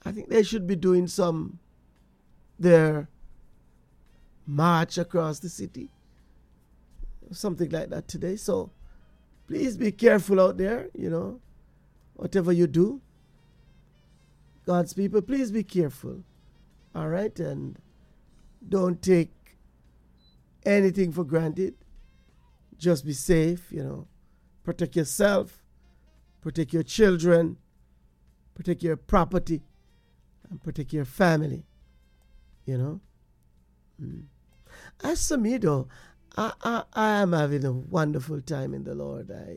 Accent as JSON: {"language": "English", "country": "Jamaica", "said": "I know we as Jamaican, you know, my grandmother, you know, wake up this time of the morning."}